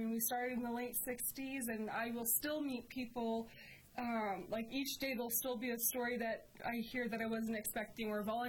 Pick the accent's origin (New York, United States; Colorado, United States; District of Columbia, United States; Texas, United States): Texas, United States; now in New Mexico, United States; I'm from Texas, so I have a particular way of saying